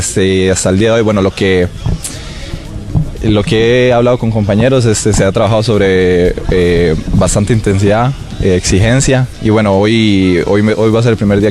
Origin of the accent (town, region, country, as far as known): Costa Rica; moved away as an adult; now in Hungary